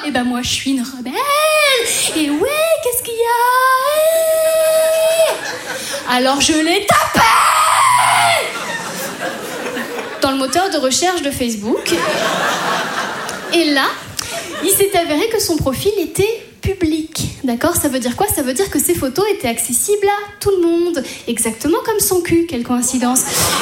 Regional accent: Brittany, France; moved away; j'ai été obligée de quitter mon pays en 2008. La Bretagne. Mais bien sûr que j'ai quitté la Bretagne.

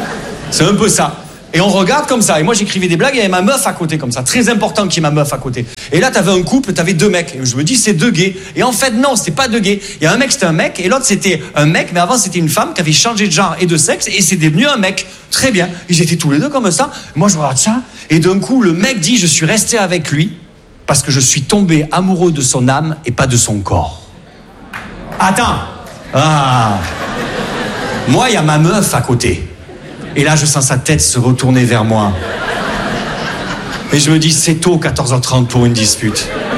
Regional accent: Perpignan, Occitanie, France

